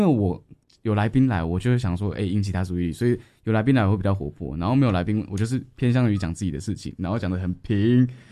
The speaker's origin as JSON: {"language": "Chinese", "region": "Changhua County", "country": "Taiwan", "said": "我是彰化人，讲话比较在低一点。"}